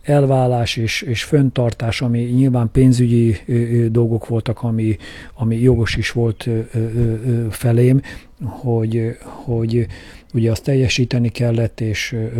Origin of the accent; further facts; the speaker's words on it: Kecskemét, Bács-Kiskun, Hungary; nem csak azért, mert itt születtem ugye a városközpontban, itt nőttem föl a egyik városrészben, ugye a Széchenyi városba